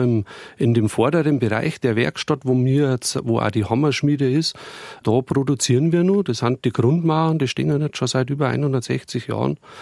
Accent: Bavaria, Germany

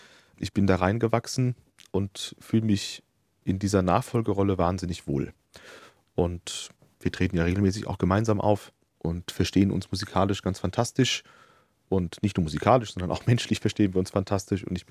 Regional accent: Limburg an der Lahn, Hesse, Germany; Und ich bin gerade damit befasst, ein Konzert mit dieser Band in meiner Heimatstadt Limburg auf die Beine zu stellen.

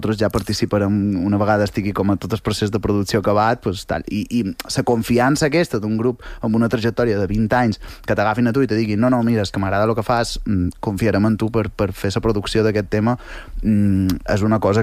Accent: Santa Maria del Camí, Balearic Islands, Spain; born there; estaré en el meu poble, Santa Maria del Camí

